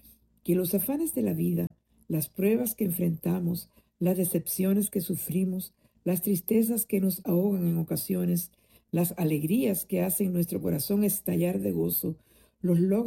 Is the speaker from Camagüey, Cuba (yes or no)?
yes; Camagüey, Cuba; moved away; conservatorio de la ciudad de Camagüey, pero eso tampoco llegó a realizarse por causa del sistema imperante en mi país de origen y la persecución que se desató contra los que pertenecíamos a la iglesia. Y cuando al fin, 4 años más tarde, Dios nos concedió salir del país